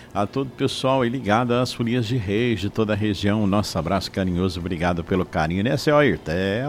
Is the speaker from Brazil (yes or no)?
yes; Brazil; como bom brasileiro, a vida não espera, né?